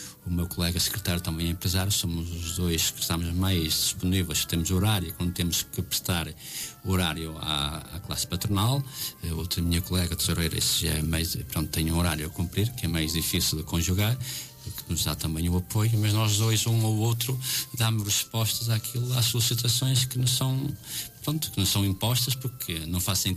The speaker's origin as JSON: {"language": "Portuguese", "town": "Marco de Canaveses", "region": "Norte", "country": "Portugal", "tie": "born or raised there", "said": "eu gosto muito da minha terra, nasci e cresci."}